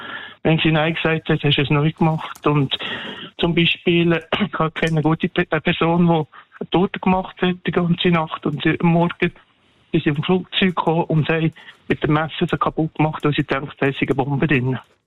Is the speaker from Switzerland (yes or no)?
yes; Bern, Switzerland; accent: Bernese; Ja, aber ich bin Berner, von mir gehört, also mit einem leichten Akzent, und ich bin Langnau-Fan.